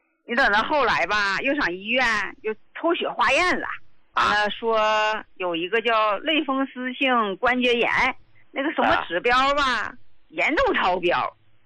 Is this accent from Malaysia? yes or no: no; Jiangsu, China; 哎，我是江苏的，今天来呢，就是我来替我老伴儿来反馈来了。